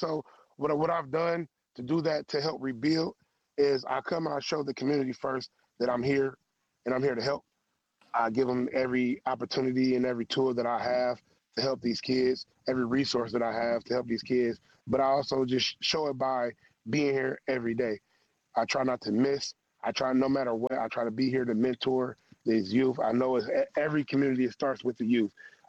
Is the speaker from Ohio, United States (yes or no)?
yes; Cleveland, Ohio, United States; I'm not from the EC community. I'm actually from Cleveland, but I would love to, you know, help this community grow